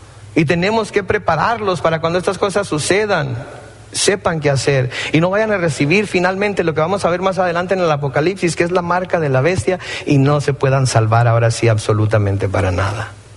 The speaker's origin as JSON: {"language": "Spanish", "town": "Mexicali", "region": "Baja California", "country": "Mexico", "said": "Yo soy de Mexicali"}